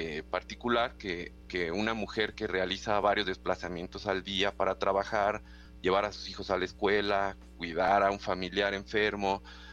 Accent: Nezahualcóyotl, State of Mexico, Mexico; yo crecí en Valle de Aragón, que es una está en el municipio de Nezahualcóyotl, de Estado de México.

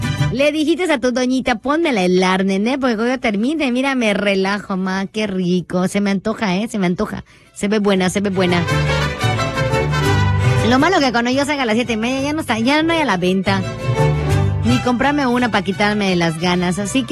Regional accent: Mexico

